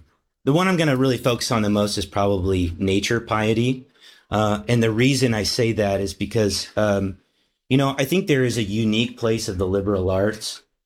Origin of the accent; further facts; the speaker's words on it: Kansas, United States; I grew up in Kansas and we had a lot of storms coming through